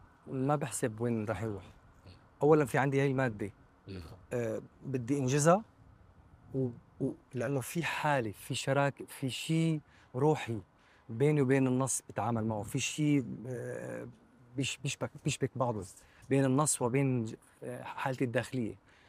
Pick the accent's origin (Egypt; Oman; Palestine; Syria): Syria; الذائقه متنوعه نحن عندنا بسوريا